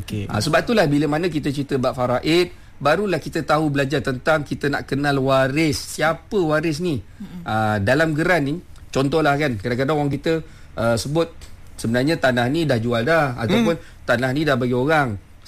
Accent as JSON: {"language": "Malay", "town": "Selayang", "region": "Selangor", "country": "Malaysia", "said": "Bila saya balik Selangor balik, contoh balik Selayang ke apa"}